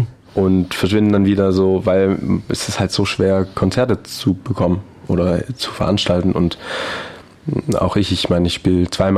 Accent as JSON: {"language": "German", "town": "Hechingen", "region": "Baden-Württemberg", "country": "Germany", "said": "ich komme ja aus dem Zollernalbkreis, aus Hechingen"}